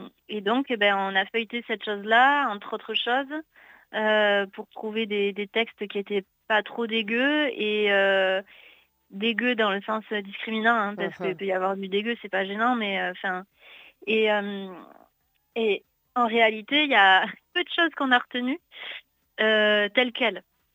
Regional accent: Nouvelle-Aquitaine, France; Voilà, on est du Pays Basque et du coup, on a étudié le chant traditionnel au Pays Basque, le chant traditionnel aussi à Toulouse, au conservatoire.

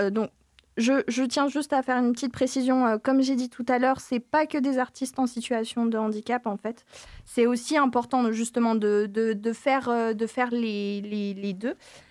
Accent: Chambéry, Auvergne-Rhône-Alpes, France; elle vient de Chambéry, comme moi. Je viens de Savoie.

